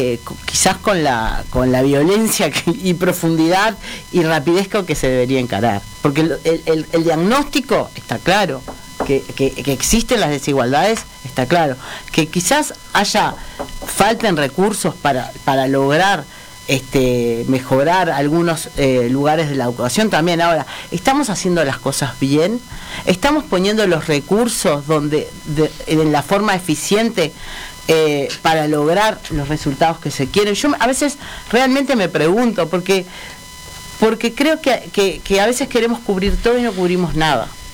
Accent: Uruguay

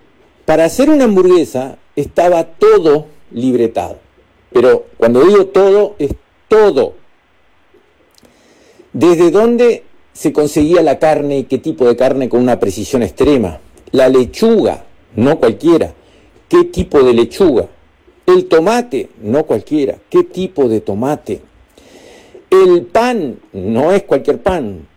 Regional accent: Uruguay; tú sos de Uruguay, ¿no? Sí, sí.

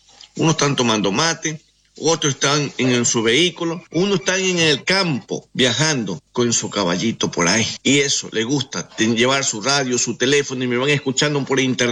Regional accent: Amazon, Ecuador; como católico que soy, como ecuatoriano, que vengo de la mitad del mundo, de esa alta Amazonía, allá en nuestro Ecuador, mi Ecuador lindo del alma.

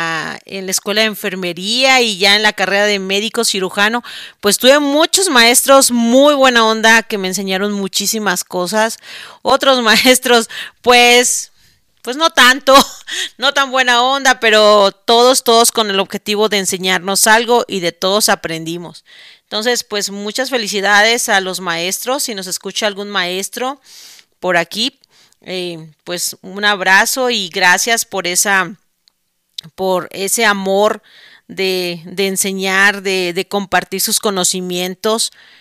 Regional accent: Mexico; now in United States; médico mexicana y asesora de bienestar por parte de la compañía Tonic Life en Estados Unidos.

